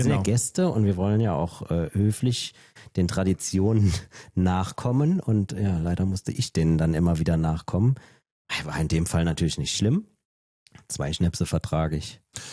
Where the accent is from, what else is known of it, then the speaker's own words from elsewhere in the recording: Trier, Rhineland-Palatinate, Germany; accent: Trier dialect; Ja, das ist mein Trierer Dialekt, Entschuldigung, mein Slang.